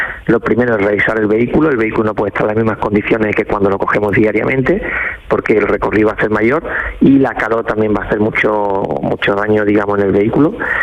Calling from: Dos Hermanas, Andalusia, Spain; A ver, desde Dos Hermanas, Sevilla.

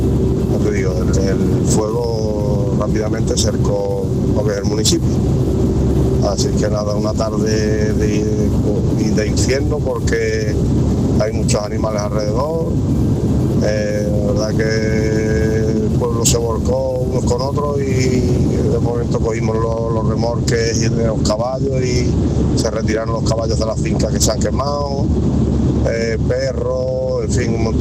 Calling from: San Bartolomé de la Torre, Andalusia, Spain; soy … de San Bartolomé de la Torre

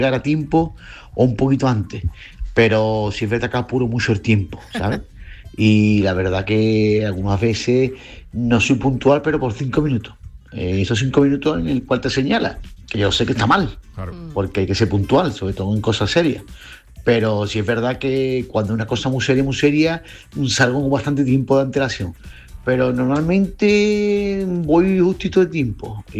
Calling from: Cádiz, Andalusia, Spain; de Cádiz.

